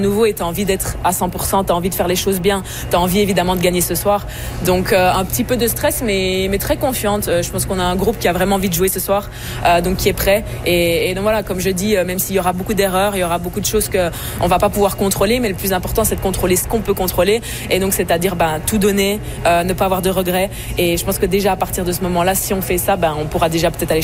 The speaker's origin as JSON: {"language": "French", "town": "Montreal", "region": "Quebec", "country": "Canada", "said": "d'être une Montréalaise"}